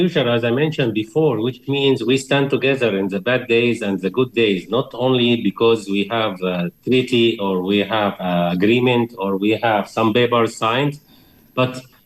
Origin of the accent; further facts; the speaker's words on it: Egypt; English is a second language; You know, now Egypt is facing a very critical situation because we are under pressure from the Gaza war to Iran war, and our economy now is suffering